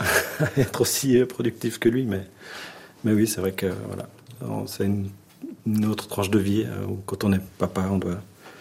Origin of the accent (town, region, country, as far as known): Switzerland